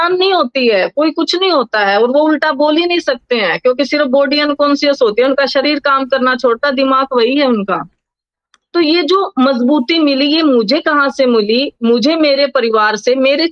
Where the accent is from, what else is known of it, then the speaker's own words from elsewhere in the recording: Meham, Haryana, India; also born or lived in Rohtak; मैं महम कस्बे से हूं, अब तहसील बन गया है